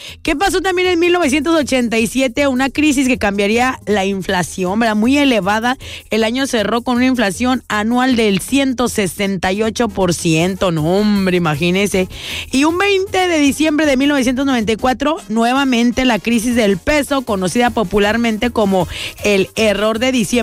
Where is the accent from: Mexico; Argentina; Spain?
Mexico; recordando un poquito de todo lo que hemos vivido como mexicanos que somos